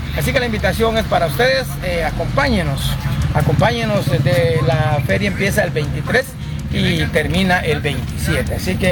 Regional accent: Guatemala; todos nos sentimos identificados como guatemaltecos

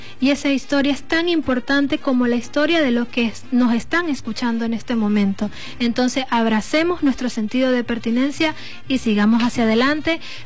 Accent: El Vigía, Mérida, Venezuela; gracias a mi pueblo vigiense

